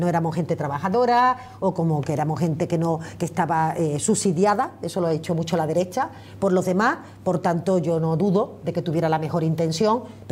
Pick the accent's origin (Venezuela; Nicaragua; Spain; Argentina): Spain; Andalusia; accent: Andalusian; No, en donde permanentemente intentan mimetizar acento andaluz con ignorancia, cosa que me molesta especialmente